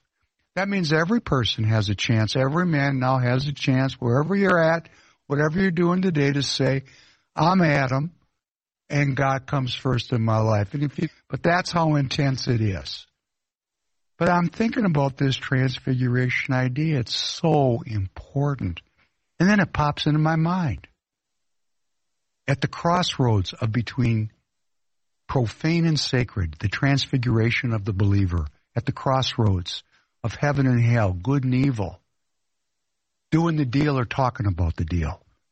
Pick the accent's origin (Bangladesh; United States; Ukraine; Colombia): Ukraine; first language ru; English is a second language